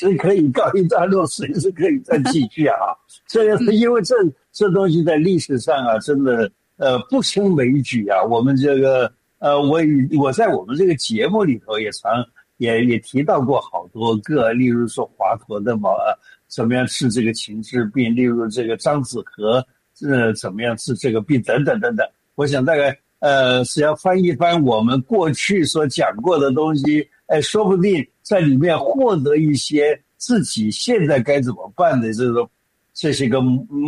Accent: Taiwan; 现在像我们在台湾

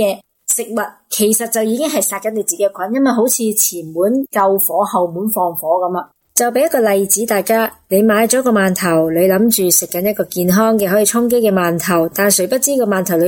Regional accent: Hong Kong; 其实唔好话净系面包啊，我哋香港人好多咧，翻工一族啊

